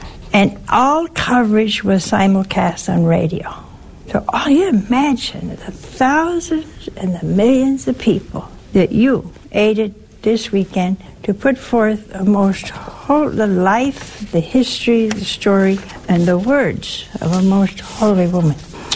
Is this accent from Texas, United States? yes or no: no; Ohio, United States; We had people from my home state, Ohio, from Pennsylvania.